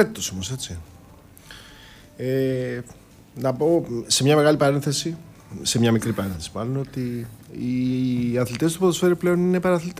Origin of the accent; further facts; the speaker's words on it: Crete, Greece; Επειδή είμαστε και πατριώτες από την Κρήτη